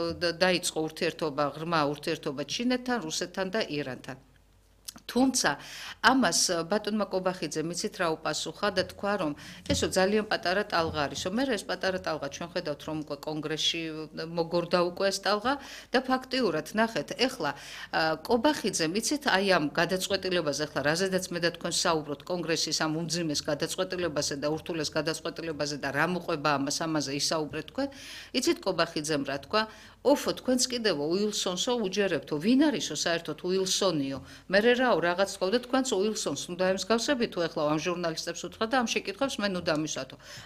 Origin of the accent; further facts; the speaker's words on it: Abkhazia, Georgia; აფხაზეთიდან ვარ, არც ახლი, არც კარიო